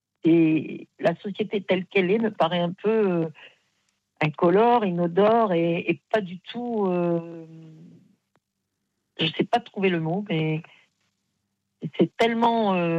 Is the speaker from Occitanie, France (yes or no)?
no; Aix-en-Provence, Provence-Alpes-Côte d'Azur, France